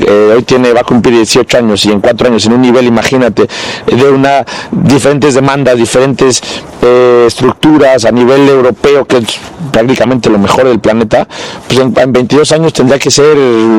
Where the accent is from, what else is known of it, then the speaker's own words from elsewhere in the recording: Mexico; moved away as an adult; now in Hungary; como mexicano siempre da ilusión de representar a mi país en un mundial.